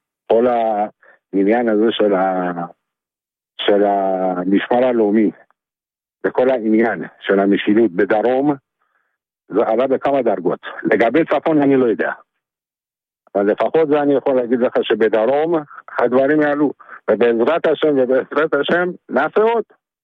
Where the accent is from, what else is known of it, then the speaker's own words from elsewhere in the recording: Iran; תשמע, אני גדלתי בשכונה באיראן, שהמוסלמים היינו שכנים והיינו אחים, והיינו יותר ממה שאתה חושב.